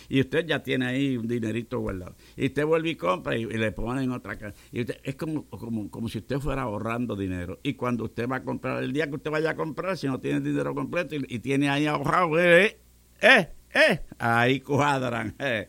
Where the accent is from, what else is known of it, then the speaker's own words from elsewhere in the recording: Puerto Rico; moved away; En Puerto Rico, que había una vez un mecánico, le decían Negri, allá en mi pueblo